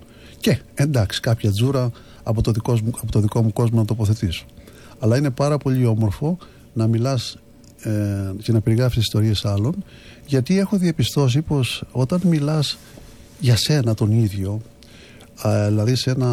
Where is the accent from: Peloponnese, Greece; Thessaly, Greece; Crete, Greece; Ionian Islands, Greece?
Crete, Greece; Anogeia; Γεννήθηκα στα Ανόγια της Κρήτης